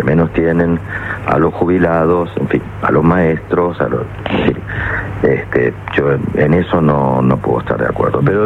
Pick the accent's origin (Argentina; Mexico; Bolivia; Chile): Argentina; now in Spain